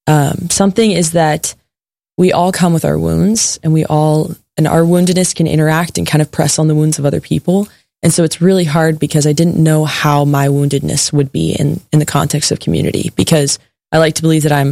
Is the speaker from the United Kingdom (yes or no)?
no; College Station, Texas, United States; Yeah. So like you said … born and raised in College Station, and I've been a friend of Red Sea Catholic Radio ever since I was little. And I'm just really blessed to be raised in a solid Catholic family, born and raised.